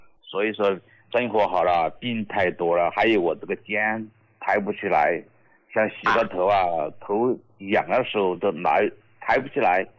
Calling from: Jintang County, Sichuan, China; 哎，我来自四川成都金堂县的，也是一个农民。

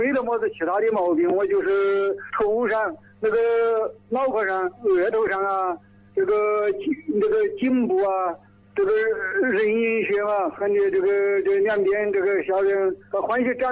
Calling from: Enshi, Hubei, China; 我是湖北恩施的。

